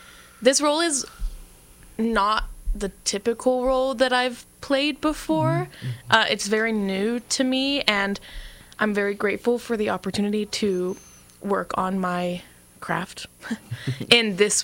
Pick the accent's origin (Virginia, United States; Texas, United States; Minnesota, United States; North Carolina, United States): Texas, United States; I bring out my natural accent because I'm from Texas